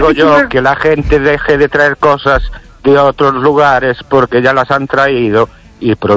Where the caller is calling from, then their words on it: Ourense, Galicia, Spain; de Ourense.